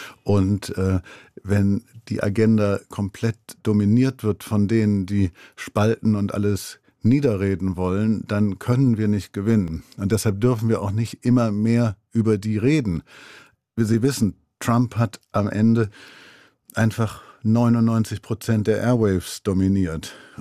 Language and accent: German; Remscheid, North Rhine-Westphalia, Germany; born or raised there